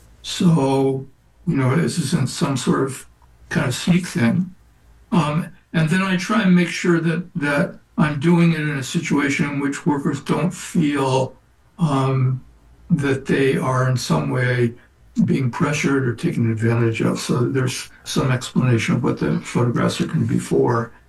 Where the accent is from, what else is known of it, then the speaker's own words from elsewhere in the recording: Oakland, California, United States; Then I grew up in Oakland. I didn't know anything about farm workers. I didn't know anything about Mexico or Mexicans. I didn't speak Spanish.